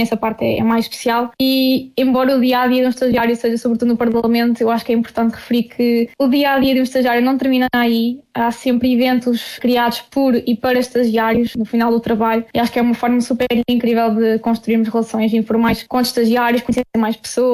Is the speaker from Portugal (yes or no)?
yes; Pombal, Leiria, Portugal; moved away as an adult; also born or lived in Coimbra / Minho; now in Luxembourg; tenho 23 anos e sou natural de Pombal, Leiria.